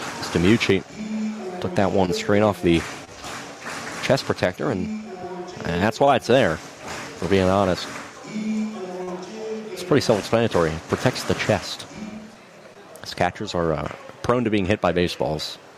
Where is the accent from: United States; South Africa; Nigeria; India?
United States; Great Lakes; As I am from the Great Lakes area.